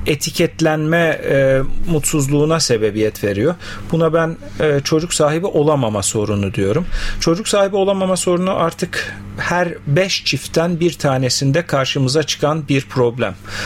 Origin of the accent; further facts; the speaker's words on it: İskenderun, Hatay, Turkey; born there; now in Istanbul, Turkey; 1979 İskenderun doğumluyum.